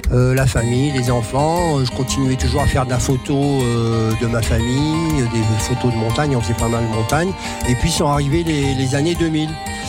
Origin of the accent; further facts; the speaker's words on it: Hauts-de-France, France; je suis parti du Nord sans forcément retourner très très longtemps. Je suis pas retourné souvent, je veux dire. Et 20 ans, 25 ans après, j'ai retrouvé mon pays